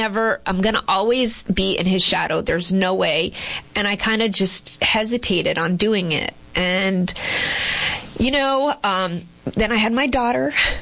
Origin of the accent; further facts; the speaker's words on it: Boston, Massachusetts, United States; born there; accent: Boston; I was born in Boston, Massachusetts.